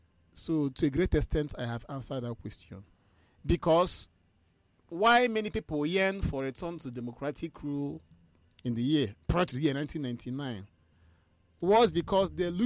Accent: Nigeria; as a father, as a Nigerian

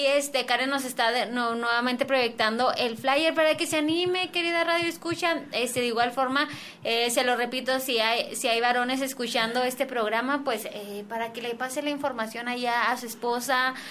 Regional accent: Chihuahua, Mexico; yo soy de Chihuahua.

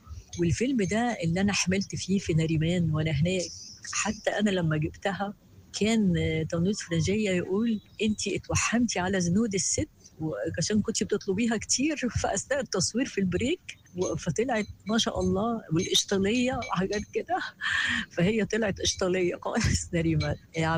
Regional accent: Cairo, Cairo Governorate, Egypt

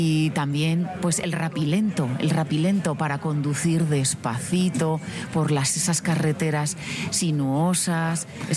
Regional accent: Teruel, Aragon, Spain; hemos venido un equipo de aragoneses y turolenses a dar a conocer nuestra tierra.

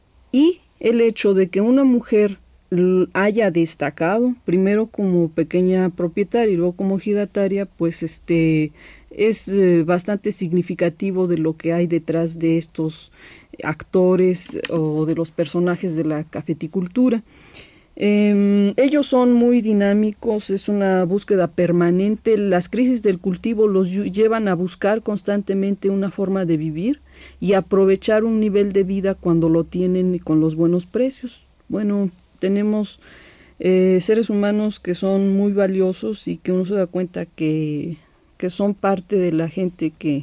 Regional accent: Oaxaca, Mexico; now in Mexico City, Mexico; me ha estado llevando al pueblo de donde soy originaria, en la Mixteca oaxaqueña.

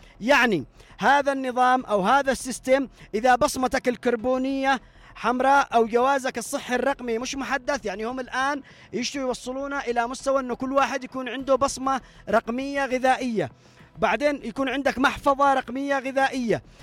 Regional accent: Yemen

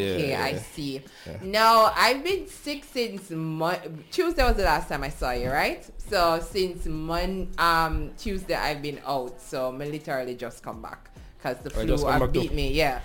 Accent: Jamaica

